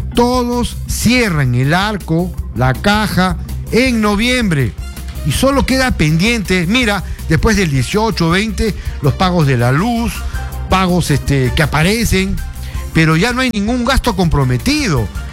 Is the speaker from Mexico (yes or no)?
no; Peru; así somos los peruanos.